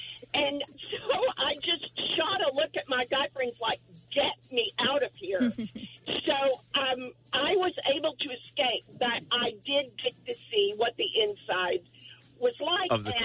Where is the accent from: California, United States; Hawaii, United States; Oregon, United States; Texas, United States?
Texas, United States; Dallas; I was born and raised in Dallas